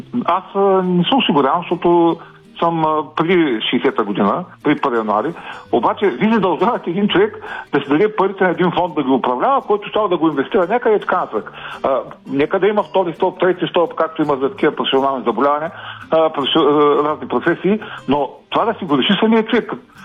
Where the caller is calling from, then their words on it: Ruse, Ruse Province, Bulgaria; съм от Русе.